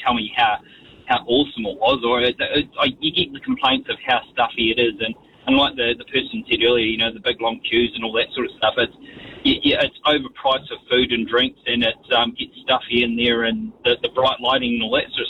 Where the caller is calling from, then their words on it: Christchurch, Canterbury, New Zealand; I live in Christchurch.